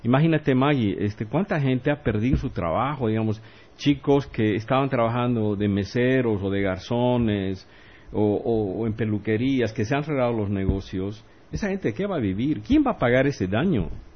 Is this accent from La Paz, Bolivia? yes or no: yes; La Paz, Bolivia; yo soy paseño y vengo de La Paz.